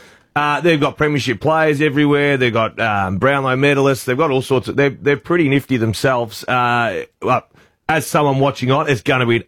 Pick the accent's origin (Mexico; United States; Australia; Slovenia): Australia; Lake Tyers Beach, Victoria; also born or lived in Wagga Wagga; I was a kid from Lake Tyres Beach with 200 people or Wagga.